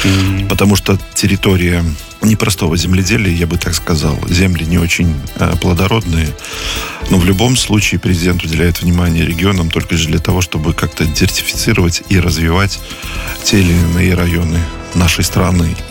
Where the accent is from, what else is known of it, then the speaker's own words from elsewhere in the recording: Vitebsk Region, Belarus; Ну, я сам родом из Витебской области, был детально погружен.